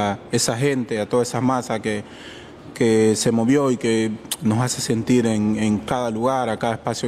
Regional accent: Ecuador

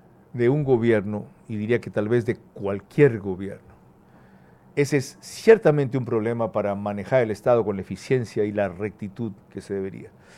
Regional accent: Bahía de Caráquez, Manabí, Ecuador; La situación en mi tierra es gravísima.

